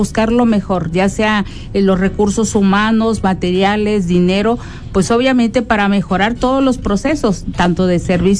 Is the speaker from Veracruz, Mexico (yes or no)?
yes; Orizaba, Veracruz, Mexico; soy de Orizaba